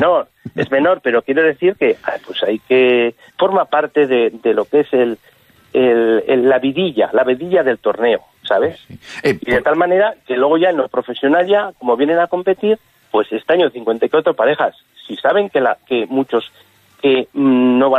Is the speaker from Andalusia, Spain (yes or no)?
no; Pozalmuro, Castile and León, Spain; estamos en el pueblo, soy natural de Pozalmuro.